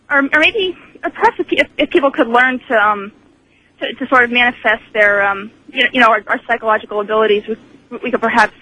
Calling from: Florida, United States; I'm in Florida, listening to you on 970 WFLA.

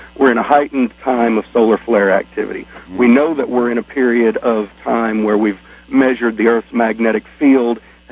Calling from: Arkansas, United States; in Arkansas.

